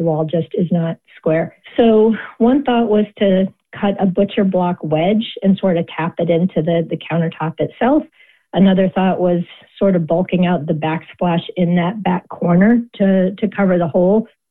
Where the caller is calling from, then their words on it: East Lyme, Connecticut, United States; I'm calling from East Lyme, Connecticut.